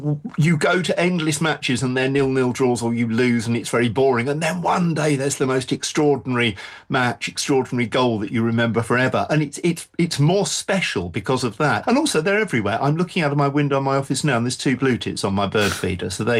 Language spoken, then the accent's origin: English; London, United Kingdom; now in Somerset, United Kingdom; Yeah, I'm from London and I now live in Somerset.